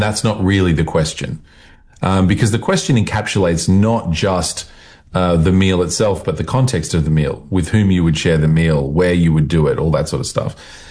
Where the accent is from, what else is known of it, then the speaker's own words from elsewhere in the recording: Australia; I'm Australian, it's a cultural thing.